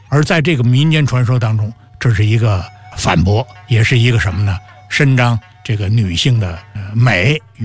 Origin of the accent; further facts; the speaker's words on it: China; 我们中国人